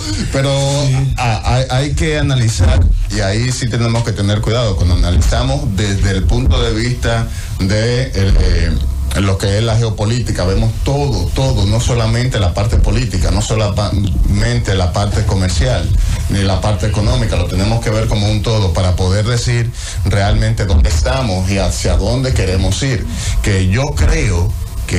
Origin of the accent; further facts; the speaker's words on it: Dominican Republic; Y aquí es que nosotros como dominicanos tendríamos que poner mucho cuidado.